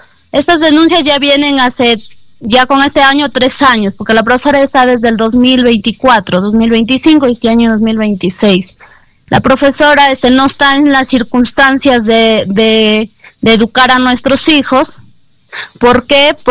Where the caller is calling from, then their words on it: La Libertad, Peru; yo estoy llamando de acá del caserío de Chubizongo.